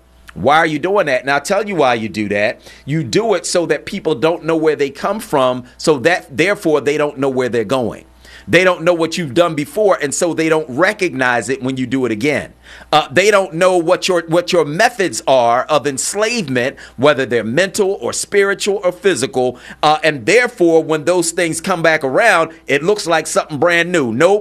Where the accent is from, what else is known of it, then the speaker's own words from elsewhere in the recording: Philadelphia, Pennsylvania, United States; I'm from Philly.